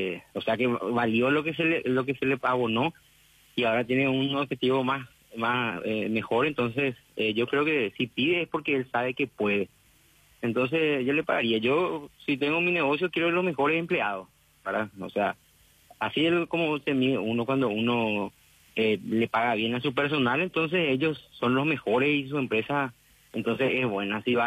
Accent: Lambaré, Central, Paraguay; soy de Lambaré.

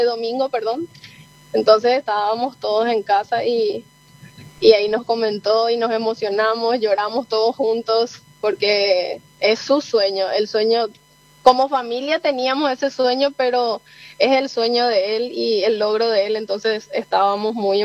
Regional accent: Tobatí, Cordillera, Paraguay; muy católica, muy devota. Venimos de una ciudad mariana. Somos de Tobatí, donde nuestra santa patrona es la Virgen María.

